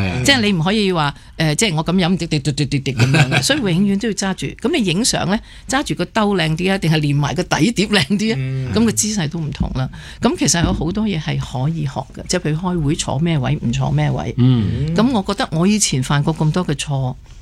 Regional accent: China; 我发觉我们中国人读书很厉害尤其去到外国成全部都是状元厉害的。

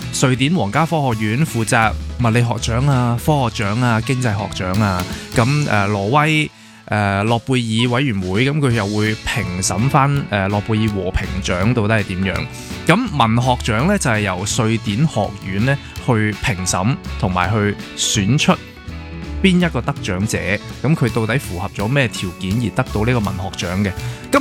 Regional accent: Hong Kong; 我哋香港人

